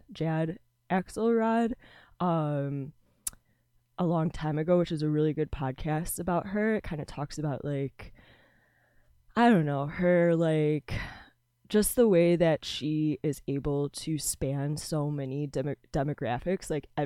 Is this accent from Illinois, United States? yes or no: yes; Chicago, Illinois, United States; I'm from Chicago, so growing up, like, Lollapalooza was a huge deal. But I actually didn't really like land in Chicago until 2005